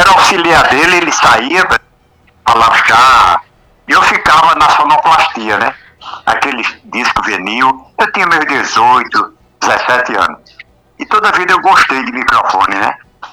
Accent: Brazil; moved away as an adult; Mas não esqueço da minha terra, eu nasci no sítio Baleia, na época era de José Zé do Egito. E fui criado no Berlim, depois do Berlim, com 7, 8 anos, eu vim morar na rua São José, ali perto de Jovelina Gomes.

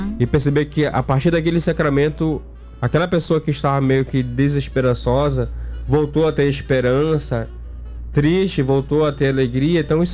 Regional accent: Amapá, Brazil; moved away; Eu era um jovem do interior do Amapá, sou do município de Amapá. Uhum. Gosto de dizer que sou Amapá duas vezes

